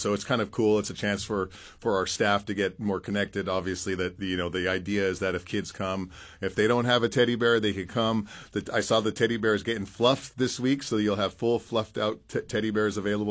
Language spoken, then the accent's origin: English; Heidelberg, Alaska, United States; I grew up here in Southeast Alaska. I grew up on Prince of Wales Island, in a little community called Heidelberg.